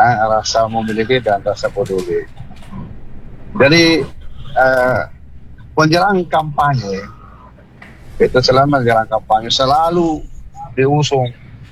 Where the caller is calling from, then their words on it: Central Sulawesi, Indonesia; saya ini adalah orang Talise.